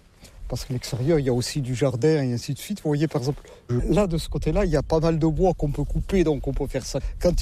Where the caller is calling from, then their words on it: Saint-Vincent-de-Paul, Nouvelle-Aquitaine, France; Mon accent, je ne suis pas du nord de la Loire, non. Je suis des Landes, du pays de Saint-Vincent-de-Paul. Je suis rentré en fin 89.